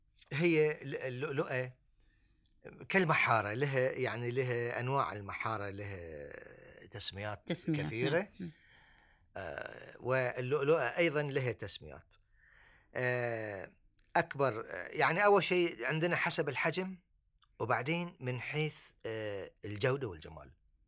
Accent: Bahrain; انكسر سوق اللولو عندنا في البحرين،

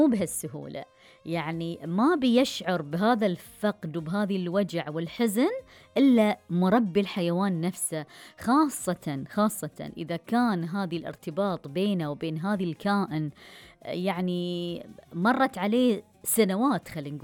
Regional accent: Bahrain; لأشخاص عندنا في البحرين

